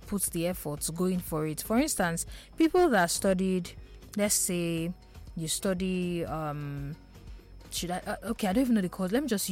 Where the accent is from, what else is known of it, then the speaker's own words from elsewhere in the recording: Enugu, Enugu State, Nigeria; from Enugu. Okay. Okay. From Enugu.